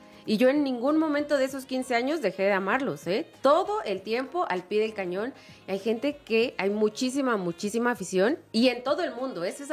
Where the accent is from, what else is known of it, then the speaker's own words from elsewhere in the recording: Chiapas, Mexico; Yo soy de Chiapas. Yo no soy de Toluca. Yo no nací en el Estado de México